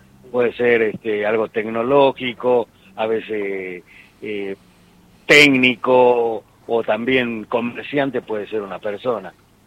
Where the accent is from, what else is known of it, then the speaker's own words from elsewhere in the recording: Argentina; yo soy argentino y soy medio cómodo.